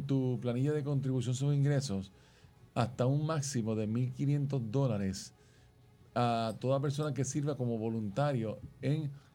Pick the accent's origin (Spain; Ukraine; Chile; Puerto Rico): Puerto Rico; Somos la isla del Cordero. Tenemos un cordero en el centro de nuestro escudo, tenemos una Biblia.